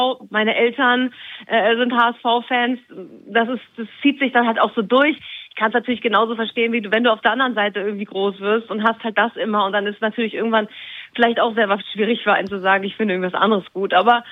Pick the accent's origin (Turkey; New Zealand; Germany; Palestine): Germany; Northern Germany; born or raised there